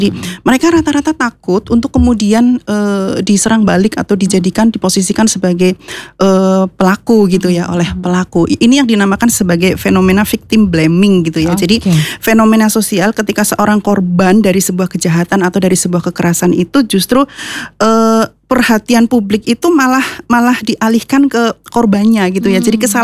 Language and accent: Indonesian; Purwojati, Central Java, Indonesia; now in Purwokerto, Indonesia; saya aslinya dari Purwojati.